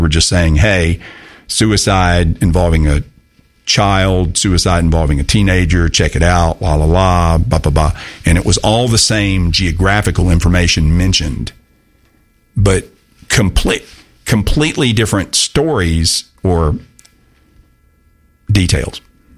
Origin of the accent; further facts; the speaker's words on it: Augusta, United States; We're all from the Augusta metro area. And I'm very proud of that.